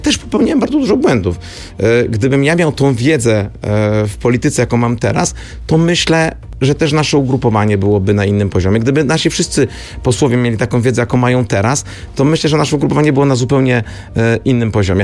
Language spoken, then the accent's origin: Polish; Kraków, Lesser Poland, Poland